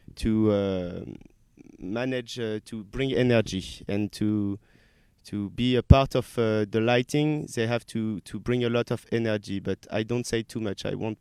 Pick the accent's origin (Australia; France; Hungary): France; English is a second language; I'm not from South Africa, I'm from France.